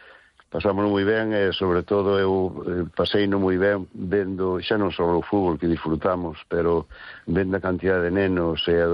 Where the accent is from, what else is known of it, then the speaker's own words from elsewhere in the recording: Carral, Galicia, Spain; que somos de Carral